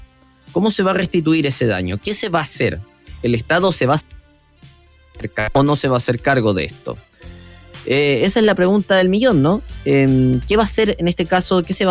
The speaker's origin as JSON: {"language": "Spanish", "country": "Chile"}